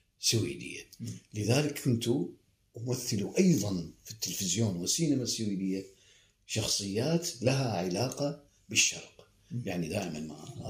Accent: Iraq; now in Sweden; أنا أذهب كعراقي من أصل عراقي

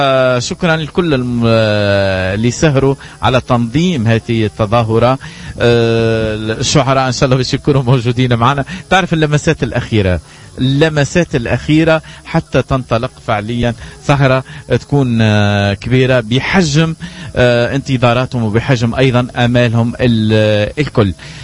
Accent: Tataouine Governorate, Tunisia; accent: Tataouine dialect; بلهجتنا احنا التطاوينية

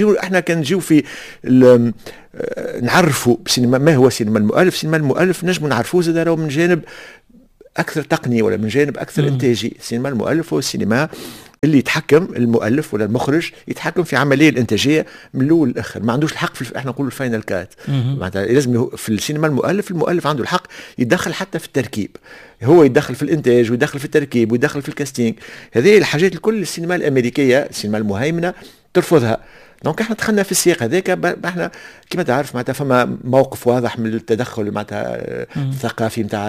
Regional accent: Tunisia

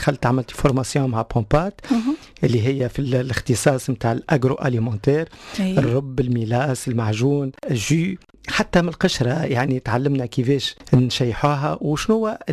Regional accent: El Hamma, Gabès Governorate, Tunisia; now in Testour, Tunisia; انا اصلي من الجنوب

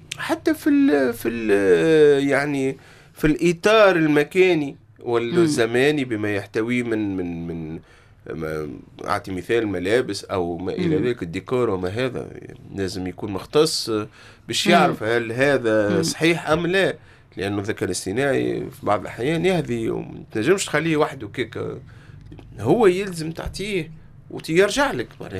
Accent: Tunisia; تتماشى مع هويتنا العربية والتونسية بالخصوص

